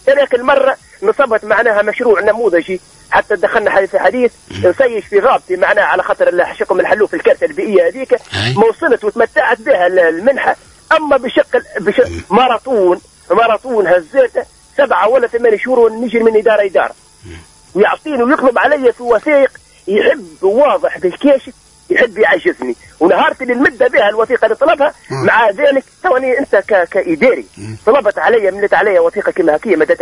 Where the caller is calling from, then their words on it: Tunisia; أنا كمواطن تونسي